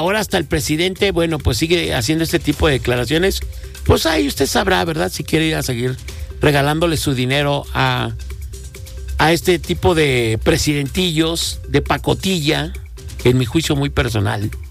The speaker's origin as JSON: {"language": "Spanish", "country": "Mexico", "said": "yo me siento ofendido. Yo me siento sumamente ofendido porque considero que mi país tiene muchísimas cosas más que exporta"}